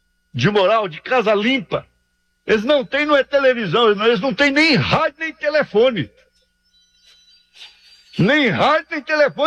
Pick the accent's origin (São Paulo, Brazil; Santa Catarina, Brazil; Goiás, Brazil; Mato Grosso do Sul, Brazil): Goiás, Brazil; Trindade; lá na minha cidade, Trindade, minha cidade natal.